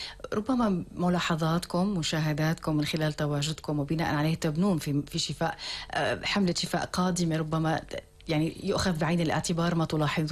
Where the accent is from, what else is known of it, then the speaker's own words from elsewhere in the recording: Syria; ونفخر بأبناء بلدي سوريا